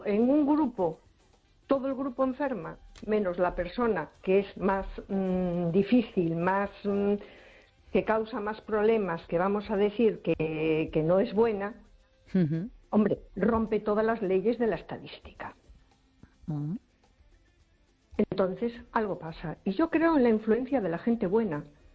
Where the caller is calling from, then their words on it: A Coruña, Galicia, Spain; de Coruña.